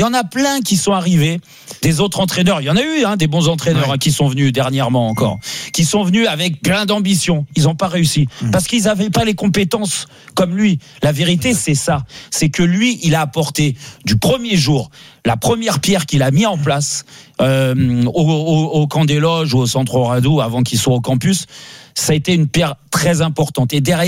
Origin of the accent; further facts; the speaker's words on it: Paris, Île-de-France, France; moi en tant que Parisien